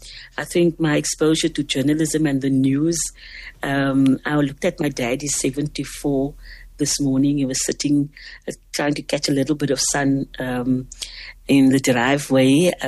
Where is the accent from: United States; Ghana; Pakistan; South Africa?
South Africa; Cape Town, Western Cape; growing up in Mitchell's Plain.